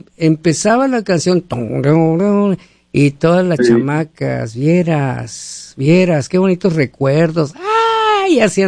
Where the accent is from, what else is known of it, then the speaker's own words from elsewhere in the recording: Hermosillo, Sonora, Mexico; como le decimos en Hermosillo. Tú sabes que soy de Hermosillo yo, ¿no?